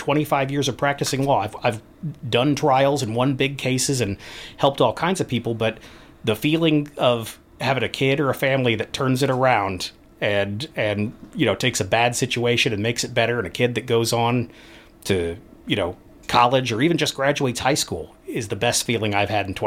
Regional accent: Columbia, Missouri, United States; I grew up here in Columbia.

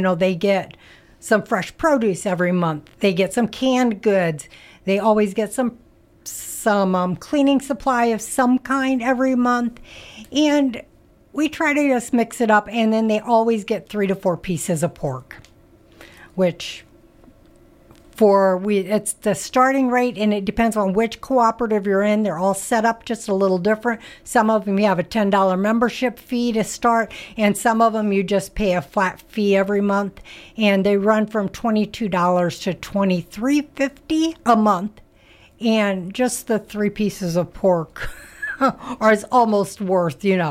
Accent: Indiana, United States; moved away; I'm from Indiana

